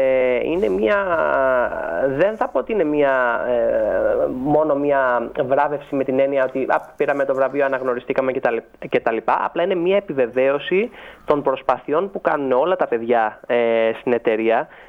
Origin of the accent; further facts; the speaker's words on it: Rhodes, South Aegean, Greece; είμαι πάρα πολύ χαρούμενος που βρίσκομαι στην Ρόδο, στον τόπο μου